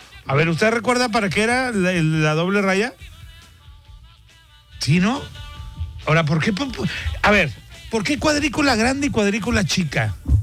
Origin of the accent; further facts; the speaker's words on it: Monterrey, Nuevo León, Mexico; como todo mexicano, como todo regio